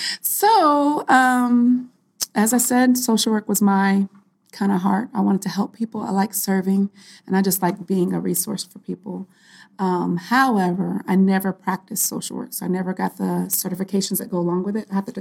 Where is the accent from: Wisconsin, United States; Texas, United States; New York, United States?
Texas, United States; born there; also born or lived in Virginia / New Mexico; I was born in Texas, and so I started school in Texas. I went to school in Virginia. I went to school in New Mexico.